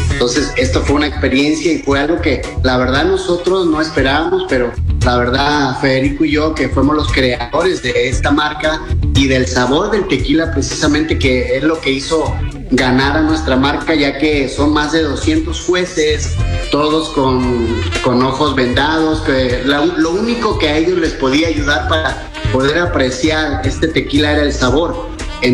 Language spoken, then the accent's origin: Spanish; Coyhaique, Aysén, Chile; moved away as an adult; now in Mexico; Bueno, yo salí de Coyhaique a los 18 años. Durante 2 años estuve viajando por todo mi país